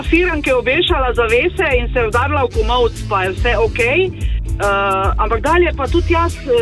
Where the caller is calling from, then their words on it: Styria, Slovenia; Ja sem Štajerka